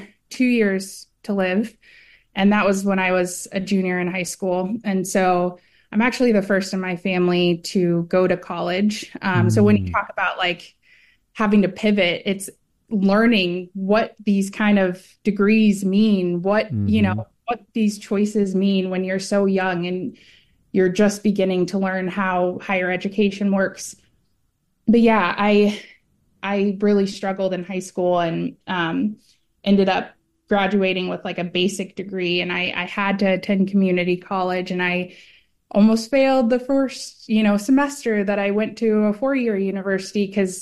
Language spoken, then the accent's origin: English; Texas, United States; you can't say you're not from Texas, but my heart is from the East Coast. So I grew up in Texas